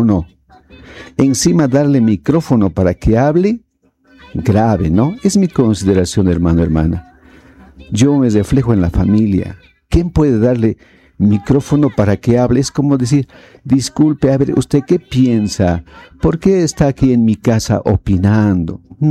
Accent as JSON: {"language": "Spanish", "country": "Bolivia", "said": "Somos de aquí, hermanos. Somos bolivianos, unos somos paseños. Somos cruceños, somos pandinos, orureños."}